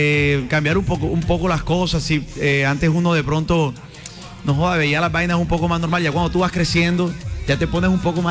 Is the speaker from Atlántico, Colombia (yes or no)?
yes; Barranquilla, Atlántico, Colombia; muy contento de estar en mi Barranquilla, mi ciudad, mi casa.